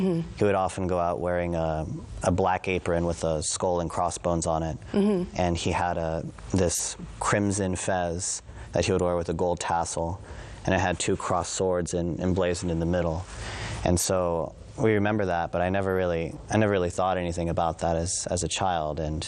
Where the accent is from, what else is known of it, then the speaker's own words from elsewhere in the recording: San Antonio, Texas, United States; where I grew up in San Antonio, there was a very big evangelical movement in the 90s.